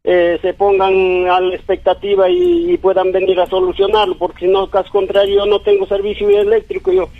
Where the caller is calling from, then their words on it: Cajamarca, Peru; Del centro poblado Sapú, distrito La Asunción.